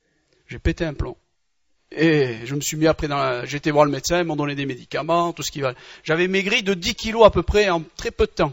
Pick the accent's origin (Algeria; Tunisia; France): Algeria; Batna Province; Je suis algérien, de mère algérienne et de père algérien, des Aurès, pour ceux qui connaissent, ceux qui sont des... Je suis un berbère, un chaoui, des Aurès là-bas du côté de Betna